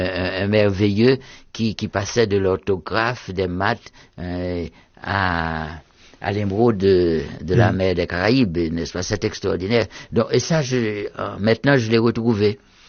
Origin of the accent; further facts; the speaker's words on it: Jacmel, Sud-Est, Haiti; c'est ce qui m'a frappé quand je suis arrivé dans ma ville natale, surtout.